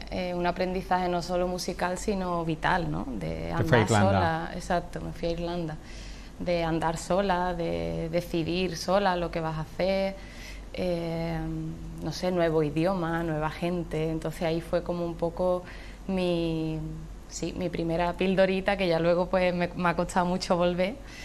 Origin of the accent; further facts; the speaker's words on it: Chiclana de la Frontera, Andalusia, Spain; moved away as an adult; also born or lived in Ireland; soy de Chiclana, hombre. Y amo Cádiz